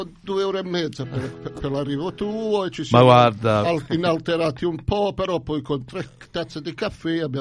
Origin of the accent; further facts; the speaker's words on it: Apulia, Italy; Essendo pugliese, ma non so nuotare.